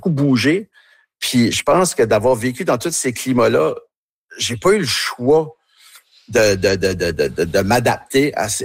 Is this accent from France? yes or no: no; Tracadie, New Brunswick, Canada; accent: Tracadie; quand je suis avec eux autres, ben, je parle avec mon accent tracadie un peu plus, puis je me laisse aller.